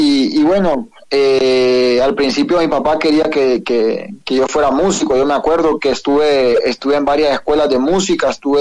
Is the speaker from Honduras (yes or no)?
yes; San Pedro Sula, Cortés, Honduras; now in Portugal; Bueno, vengo de Honduras. Yo soy hondureño, desde la ciudad de San Pedro Sula.